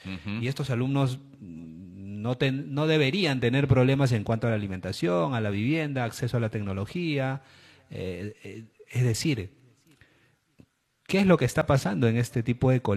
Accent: Peru; nosotros como peruanos

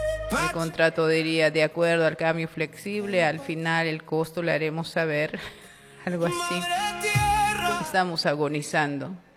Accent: Bolivia

